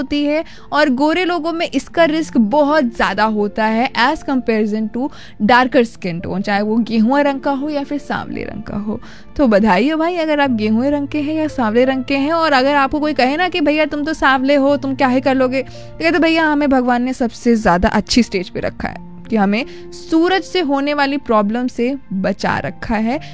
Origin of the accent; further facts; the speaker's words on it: Uttar Pradesh, India; अब भाई देखिए, हम उत्तर प्रदेश से हैं, उत्तर प्रदेश की बहुत सारी खासियत है